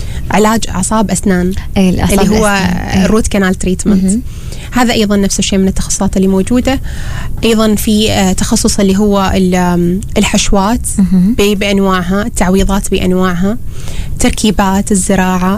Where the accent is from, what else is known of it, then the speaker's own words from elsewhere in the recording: Oman; إحنا عندنا في عمان